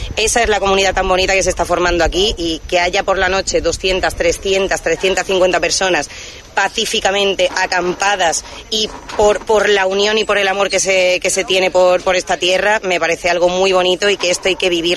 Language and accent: Spanish; Málaga, Andalusia, Spain; also born or lived in Zaragoza; Pues mira, yo soy mañagueña, mitad de Málaga, mitad de Zaragoza.